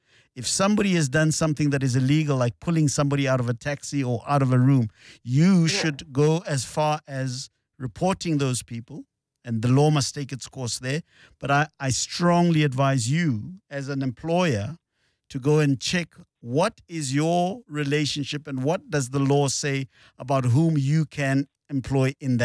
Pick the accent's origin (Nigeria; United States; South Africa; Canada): South Africa; I would strongly advise you as a South African and who is employing somebody to go and check that relationship between yourself and your employee